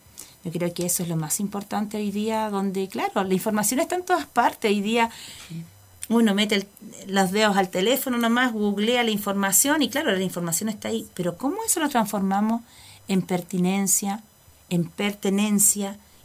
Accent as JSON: {"language": "Spanish", "area": "Chiloé", "region": "Los Lagos", "country": "Chile", "said": "tengamos nosotros como chilote"}